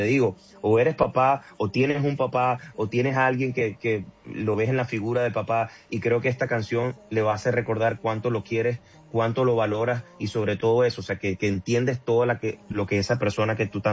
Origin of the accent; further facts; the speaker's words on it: Venezuela; oro por el país hermano de Colombia, yo soy venezolano, uh-huh.